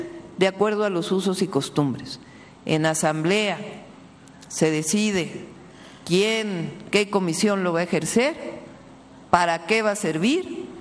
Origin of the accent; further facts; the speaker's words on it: Mexico; lo que somos como mexicanas, como mexicanos.